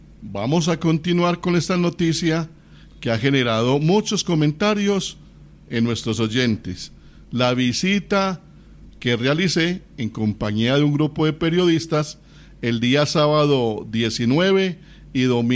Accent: Antioquia, Colombia

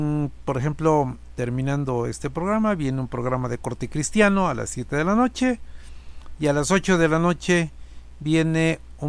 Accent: Mexico; personalmente me siento orgulloso de ser mexicano, me siento bien de ser mexicano.

